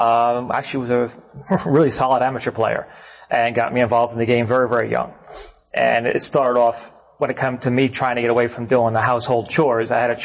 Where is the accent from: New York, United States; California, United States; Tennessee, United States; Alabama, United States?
New York, United States; Kings Park; also born or lived in Smithtown; We grew up in the Kings Park, Smithtown area.